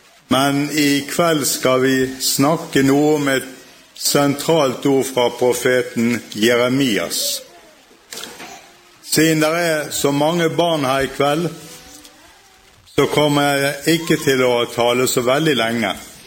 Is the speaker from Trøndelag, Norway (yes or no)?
no; Bergen, Vestland, Norway; accent: Bergen dialect; Og hvis dere ser litt på TV, så skjønner dere sikkert med en gang hvor jeg kommer fra, på grunn av dialekten. Jeg kommer fra Bergen.